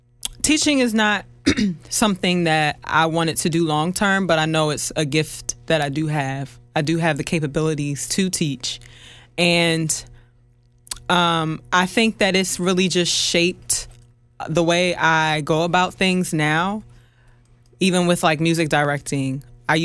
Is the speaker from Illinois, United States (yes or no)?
no; Philadelphia, Pennsylvania, United States; because we are from Philadelphia